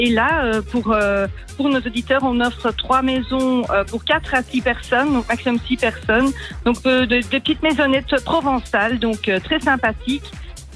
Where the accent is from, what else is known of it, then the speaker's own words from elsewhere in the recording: Belgium; je suis belge, donc moi je dis le Luberon.